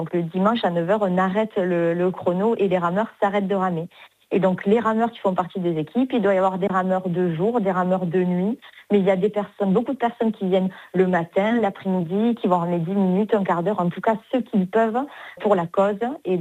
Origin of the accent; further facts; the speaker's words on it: Sète, Occitanie, France; also born or lived in Béziers / Florensac; now in Toulouse, France; moi, je suis née à Béziers. J'ai grandi ensuite à Florensac et ensuite à Sète. Aujourd'hui, je vis à Toulouse avec mes deux enfants et mon mari.